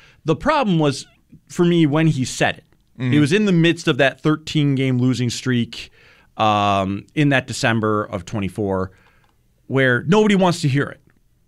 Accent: Buffalo, New York, United States; I love my hometown. I'm so proud of being from Buffalo.

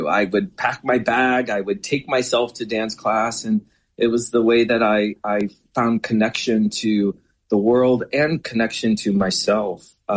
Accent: St. Louis, Missouri, United States; It is certainly something that I sort of fell into as a young kid, growing up in St. Louis, Missouri

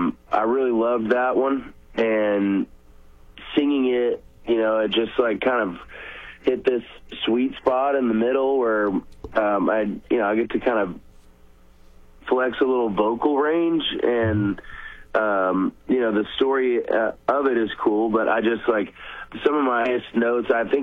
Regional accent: San Antonio, Texas, United States; now in Granbury, United States; I grew up in San Antonio, Texas. I'm currently living in Granbury, which is just south of Fort Worth up in North Texas.

